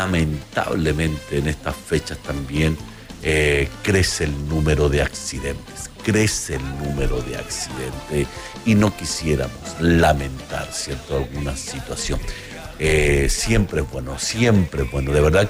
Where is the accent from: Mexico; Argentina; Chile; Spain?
Chile; como chilenos, como que tenemos esa linda costumbre de prepararnos para nuestras fiestas patrias.